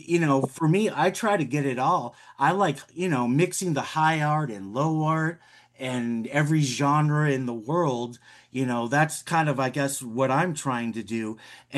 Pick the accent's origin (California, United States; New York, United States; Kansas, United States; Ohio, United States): Kansas, United States; moved away as an adult; I went from Kansas to Wesleyan University